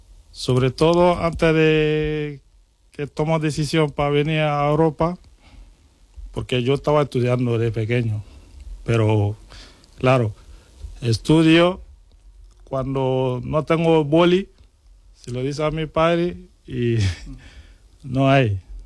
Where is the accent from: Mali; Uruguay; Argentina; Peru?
Mali; moved away as an adult; now in Roquetas de Mar, Spain; si hablamos de mi infancia ahí en Mali, me ha pasado un poco duro, porque he salido de una familia de pobres